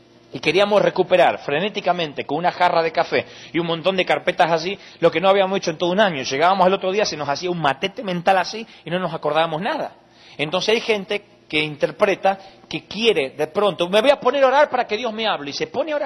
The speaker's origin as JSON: {"language": "Spanish", "country": "Argentina", "said": "pero no queríamos reconocer como buenos argentinos, pedantes y orgullosos, de que necesitábamos tener algo diferente."}